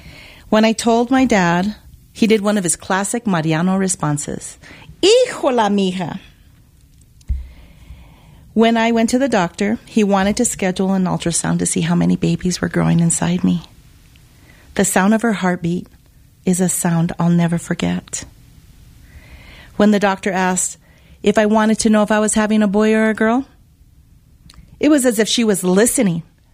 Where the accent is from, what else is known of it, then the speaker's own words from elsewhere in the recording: Española, New Mexico, United States; born there; I was born in Española, New Mexico, July 11, 1965. I had many Navajo, Zuni, Laguna, Pueblo native friends.